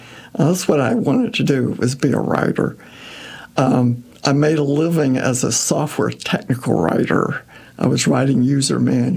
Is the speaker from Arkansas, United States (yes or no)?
yes; Arkansas, United States; moved away as an adult; also born or lived in Springfield, Illinois; now in St. Louis area, United States; it was 200 miles from my hometown down in Arkansas, so I could pop home for a weekend if I wanted to.